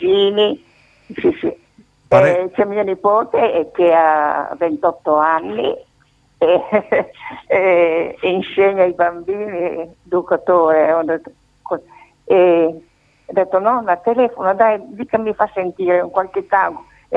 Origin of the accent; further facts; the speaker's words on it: Robecco d'Oglio, Lombardy, Italy; born there; io sono nata a Cremona, a Robecco, sì? D'Oglio. I miei genitori sono di Pralbuino